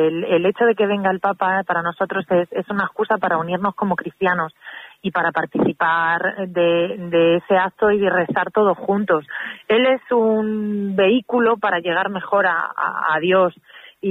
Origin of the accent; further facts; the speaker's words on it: Castilla-La Mancha, Spain; somos nosotros los de Castilla-La Mancha.